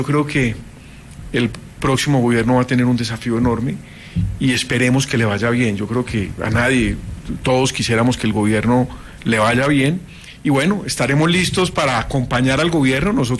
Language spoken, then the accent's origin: Spanish; Colombia; como ciudadano, como colombiano